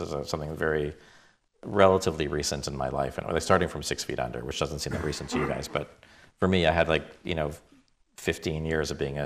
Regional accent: Toronto, Ontario, Canada; I was very influenced by growing up in Canada, which is I grew up in Toronto

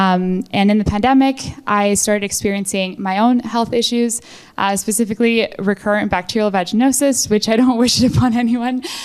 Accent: Mexico; moved away; I grew up in Mexico. My grandmother started the first maternal hospital in Mexico, and so I grew up basically in her clinics

